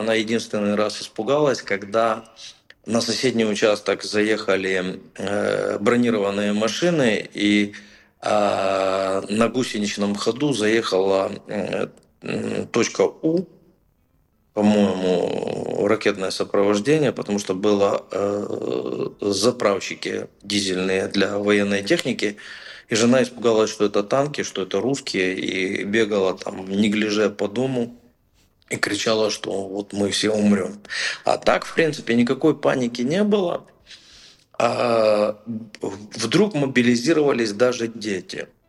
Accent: Zakarpattia Oblast, Ukraine; И я, это из Закарпатья человек.

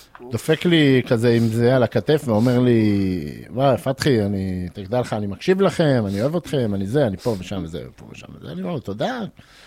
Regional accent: Rehovot, Central District, Israel; גדלתי גם ברחובות, שהיא עיר שכנה ליבנה

